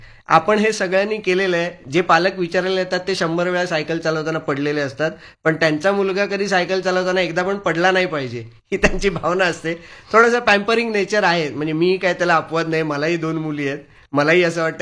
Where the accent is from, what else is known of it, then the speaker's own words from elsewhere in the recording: Mumbai, Maharashtra, India; मी बोरिवलीमध्ये सुविद्या प्रसारक संघाच्या सुविद्यालय शाळेमध्ये लहानाचा मोठा झालो.